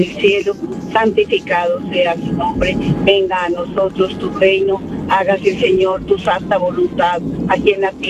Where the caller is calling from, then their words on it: Riverside, California, United States; te llamo de Riverside.